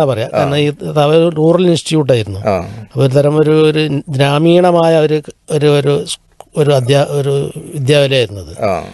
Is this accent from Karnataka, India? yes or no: no; Thekkan Kuttoor, Kerala, India; പിന്നെ ഞാൻ ജനിച്ച് വളർന്നത് അവിടെ തന്നെയാണ്. സ്കൂൾ വിദ്യാഭ്യാസം തുടങ്ങിയത് കുറ്റൂർ തന്നെയുള്ള ഗവൺമെൻറ് ലോവർ പ്രൈമറി സ്കൂളിലാണ്.